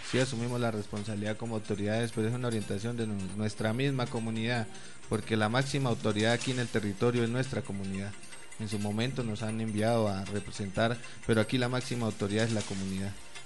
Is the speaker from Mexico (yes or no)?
no; Colombia